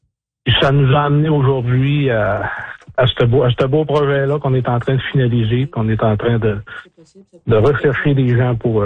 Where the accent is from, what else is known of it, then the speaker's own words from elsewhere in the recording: Hébertville, Quebec, Canada; je viens d'Héberville, mais je pense que c'est une belle place pour ça.